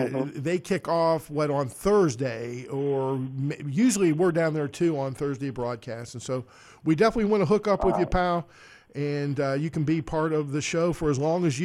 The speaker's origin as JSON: {"language": "English", "country": "United States", "tie": "born or raised there", "said": "growing up on Overbrook Avenue"}